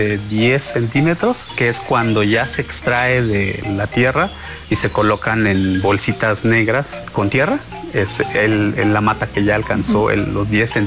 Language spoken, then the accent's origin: Spanish; Taneche, Oaxaca, Mexico; provengo de la comunidad de Taneche, Zaragoza, el lugar en donde producimos y vivimos con el café.